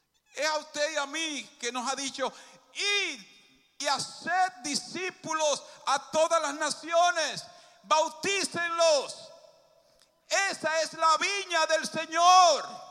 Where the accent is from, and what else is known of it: Dominican Republic